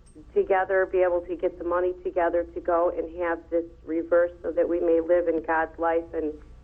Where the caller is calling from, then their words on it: Cleveland, Ohio, United States; Cleveland, Ohio.